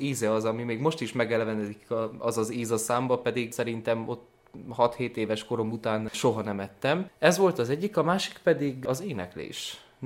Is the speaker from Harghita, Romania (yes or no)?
yes; Agyagfalva, Harghita, Romania; nálunk Székelyföld azon részén, ahol felnőttem, legalábbis Agyakfalván